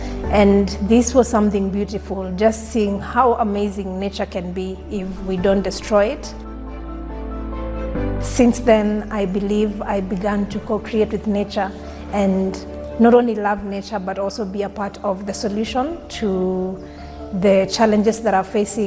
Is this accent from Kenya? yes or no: yes; Nyeri County, Kenya; I grew up in Kenya's most forested region, and that is in Nyeri County.